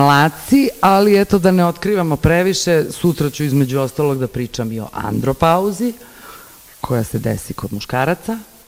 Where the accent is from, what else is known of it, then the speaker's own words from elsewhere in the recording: Strumica, Southeastern, North Macedonia; accent: Strumica dialect; first language mk; Serbian is a second language; I onda sam prešla na, Bogu hvala, pa znam, to je moj maternji jezik. I onda sam krenula, znači, to je, ljudi su vrištali od smeha. Jer smo se prebacili skroz, ne na makedonski, nego na strumički dijalekt.